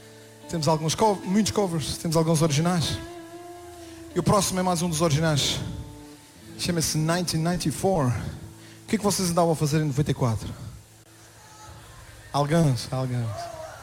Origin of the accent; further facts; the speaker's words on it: Madeira, Portugal; E somos cá da Madeira.